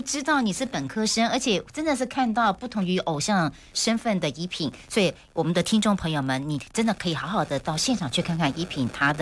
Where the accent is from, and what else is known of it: Penghu County, Taiwan; born or raised there